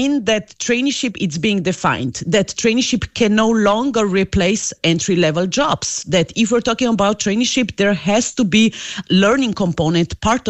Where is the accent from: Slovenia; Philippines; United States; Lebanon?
Slovenia; Look, I'm coming from Slovenia. In Slovenia, we banned unpaid internships in 2014.